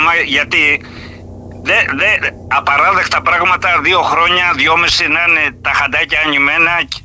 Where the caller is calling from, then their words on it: Agios Leontas, Ionian Islands, Greece; Στην περιοχή μου, στον Άγιο Λέοντα